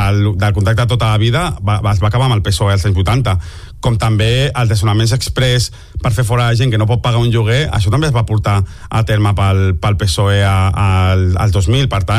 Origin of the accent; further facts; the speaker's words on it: Barcelona, Catalonia, Spain; Jo, per exemple, soc barceloní, però m'ha hagut de sortir de la meva ciutat